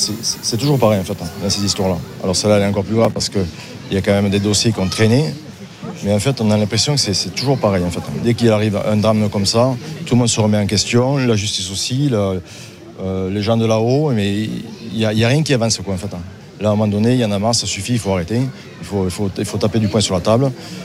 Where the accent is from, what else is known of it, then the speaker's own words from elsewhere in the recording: Lectoure, Occitanie, France; born there; moi je suis né ici, je suis né à Lectoure à 10 km.